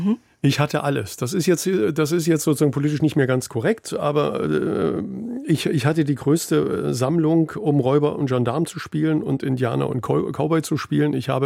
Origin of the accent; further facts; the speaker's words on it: Bautzen, Saxony, Germany; moved away; also born or lived in Schwedt; Ich bin natürlich in einer Stadt mit Zweisprachigkeit an den Straßennamen und an den Geschäften aufgewachsen.